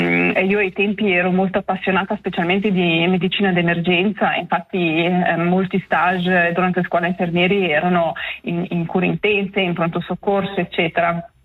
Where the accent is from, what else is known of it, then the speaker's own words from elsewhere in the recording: Ticino, Switzerland; moved away as an adult; also born or lived in Locarnese; now in England, United Kingdom; Io sono nata nell'Locarnese e cresciuta nelle terre di Piedemonte in Valle Onsernone